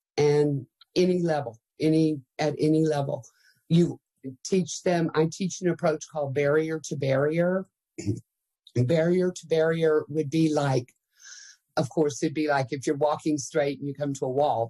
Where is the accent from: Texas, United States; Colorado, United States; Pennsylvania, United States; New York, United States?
Texas, United States; Well, I'm a Texan. I have long legs.